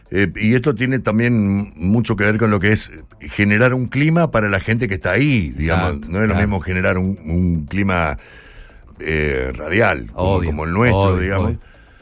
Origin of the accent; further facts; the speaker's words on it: Curuzú Cuatiá, Corrientes, Argentina; moved away; De Curuzú, Cuatía, provincia de Corrientes.